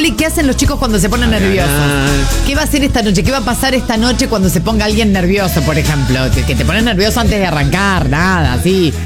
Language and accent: Spanish; Salto Grande, Santa Fe, Argentina; Soy de Salto Grande.